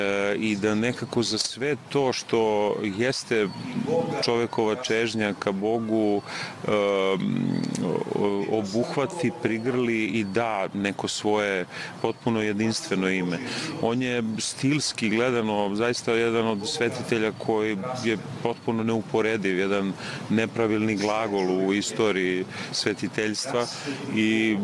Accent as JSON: {"language": "Serbian", "town": "Žiča", "region": "Šumadija and Western Serbia", "country": "Serbia", "said": "i sam sam poreklom iz Žiče gde je on episkopstvovao"}